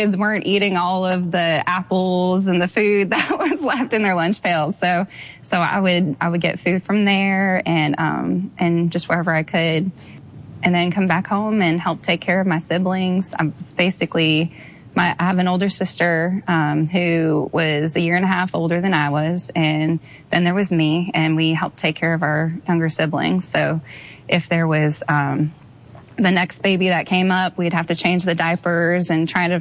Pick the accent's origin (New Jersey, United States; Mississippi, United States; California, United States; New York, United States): California, United States; Brea; born or raised there; also born or lived in La Palma